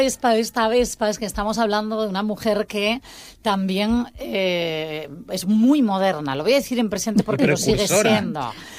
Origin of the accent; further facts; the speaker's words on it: Gijón, Asturias, Spain; yo siendo de Gijón